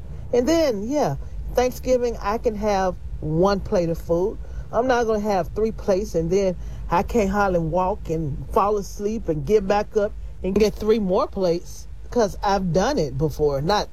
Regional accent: Memphis, Tennessee, United States; I'm from Memphis, home of some of the best barbecue.

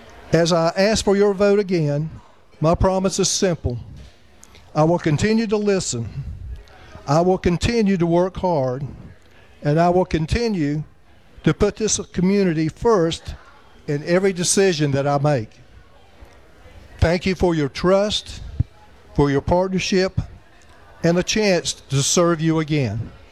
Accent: Mount Airy, North Carolina, United States; I was born and raised right here in Mount Airy, and I've been fortunate to live here my entire life.

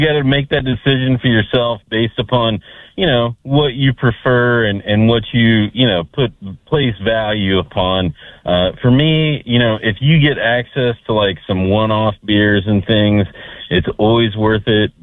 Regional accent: Parkersburg, West Virginia, United States; And Parkersburg Brewing, you know, they're near and dear to my heart, being in my hometown

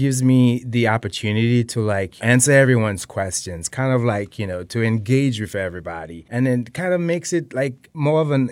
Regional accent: St. Lucia; moved away; me growing up in St. Lucia, like rural part of St. Lucia. Like, you know, I grew up with outhouses, so it's no electricity, no running water.

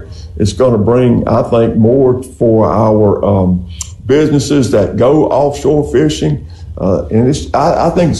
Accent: Mississippi, United States; Because as we all know, growing up on the Mississippi Gulf Coast, we love to fish.

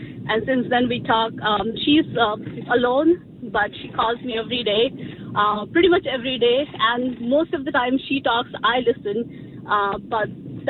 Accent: India; English is a second language; now in New Jersey, United States; We grew up in India and we kept moving around. But finally, we are like just an hour apart, both in New Jersey.

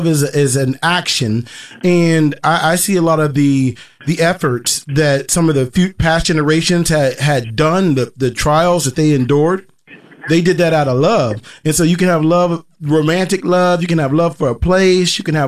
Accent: West Virginia, United States; And growing up in West Virginia, like in Appalachia, I was exposed to that constantly.

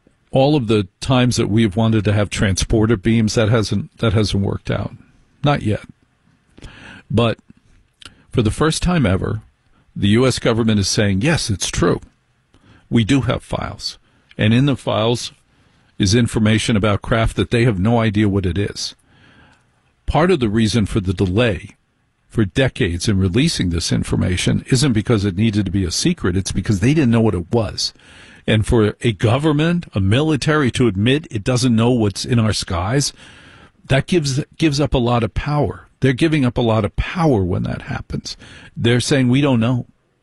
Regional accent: New York, United States; And I watched them very carefully as a New Yorker to see if it was stage acting.

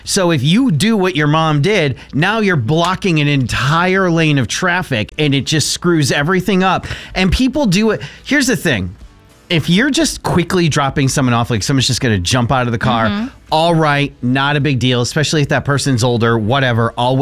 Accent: Bristol, United States; where I grew up in Bristol

